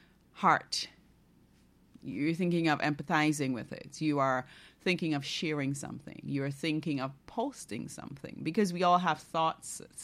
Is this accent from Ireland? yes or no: no; Barima-Waini, Guyana; I am from Region 1. I am from Region 1.